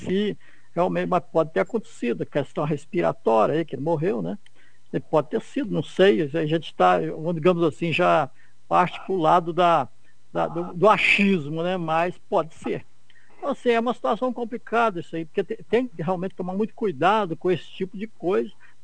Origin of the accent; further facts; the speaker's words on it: Minas Gerais, Brazil; now in Juiz de Fora, Brazil; quando eu cheguei em Juiz de Fora, isso foi exatamente nesse mês aí que eu cheguei em Juiz de Fora, eu vim lá do Vale do Aço